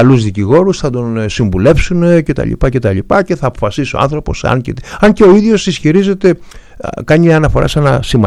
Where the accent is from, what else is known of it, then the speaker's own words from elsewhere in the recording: Aigio, West Greece, Greece; born there; now in Athens, Greece; Εγώ κατάγομαι από το Αίγιο.